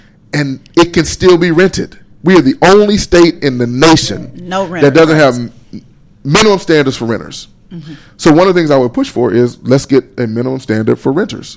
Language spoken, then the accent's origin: English; Pine Bluff, Arkansas, United States; Because I grew up in Pine Bluff. And I went to Watson Chapel Public School District all the way through.